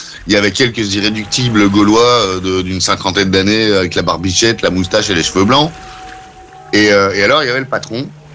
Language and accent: French; Belgium; je suis belge